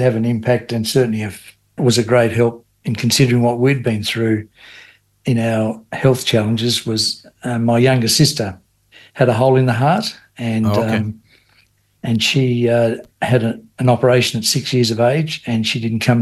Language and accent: English; Devonport, Tasmania, Australia; I was born in Devonport, and so I've been here all my life